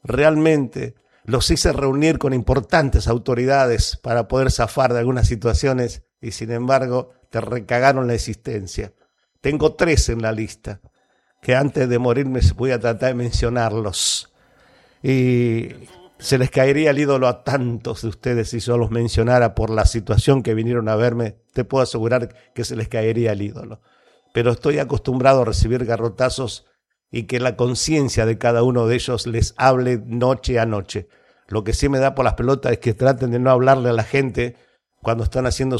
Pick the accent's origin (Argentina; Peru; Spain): Argentina; Bragado, Buenos Aires Province